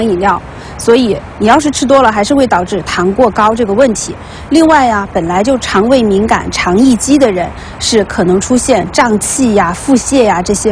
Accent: China

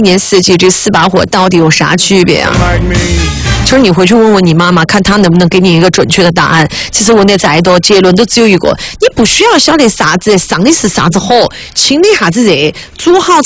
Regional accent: Sichuan, China

